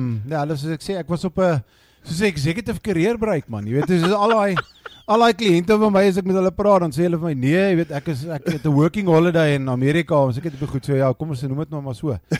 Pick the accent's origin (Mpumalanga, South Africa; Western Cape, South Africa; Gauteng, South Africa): Gauteng, South Africa; Centurion; daar in Centurion, of Churras, soos hulle van praat, vir Woordburg, waar ek vandaan kom, hy is nou staan op bekend as Centurion.